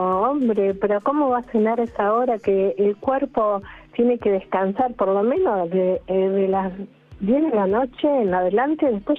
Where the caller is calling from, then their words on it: Mar del Plata, Buenos Aires Province, Argentina; De Mar del Plata